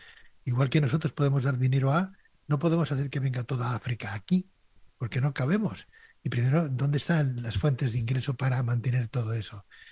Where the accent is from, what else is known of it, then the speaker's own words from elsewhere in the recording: Spain; yo me siento español